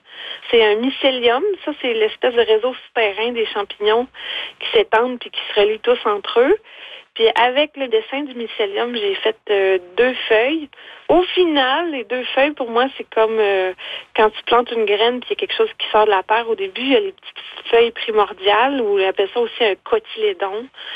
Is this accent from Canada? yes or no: yes; Rimouski, Quebec, Canada; born there; now in Saint-Narcisse-de-Rimouski, Canada